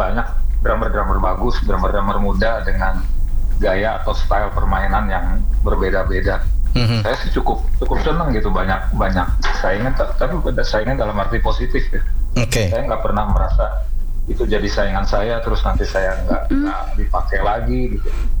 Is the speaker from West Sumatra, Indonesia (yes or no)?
no; Ambon, Maluku, Indonesia; now in Bogor, Indonesia; Saya tuh orang Ambon tapi tinggal di Bogor, jadi ngomongnya Sunda.